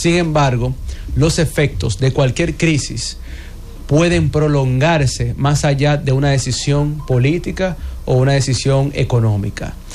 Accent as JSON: {"language": "Spanish", "country": "Dominican Republic"}